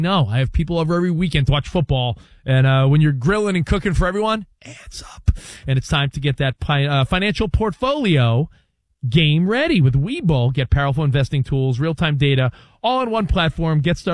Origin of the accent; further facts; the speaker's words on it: New York, United States; I'm from New York.